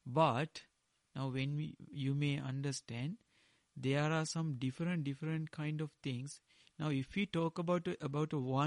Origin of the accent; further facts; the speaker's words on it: Sri Lanka; first language Sinhala; English is a second language; Now, I learned in Dhamma in Pali, directly in Pali, or in my mother language in Sinhala.